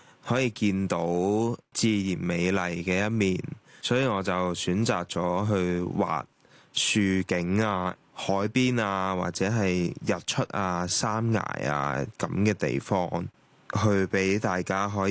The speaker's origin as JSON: {"language": "Cantonese", "country": "Hong Kong", "said": "我哋香港人"}